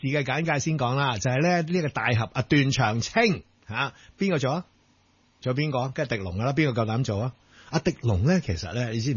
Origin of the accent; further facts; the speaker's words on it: Hong Kong; 有阵时咧，啲人会话你喺边度嚟？我香港，